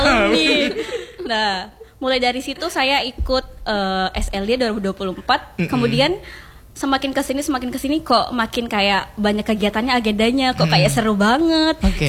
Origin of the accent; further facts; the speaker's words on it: Balikpapan, East Kalimantan, Indonesia; now in Makassar, Indonesia; Kan saya bukan orang asli Makassar ya kak. Oh dari mana? Dari Balikpapan. Kebetulan dari Balikpapan merantau ke sini.